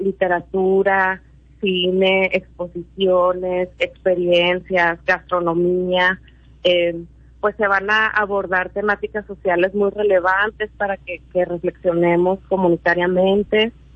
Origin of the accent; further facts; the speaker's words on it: Sonora, Mexico; accent: Sonoran; yo seguramente ya notaron mi acento sonorense.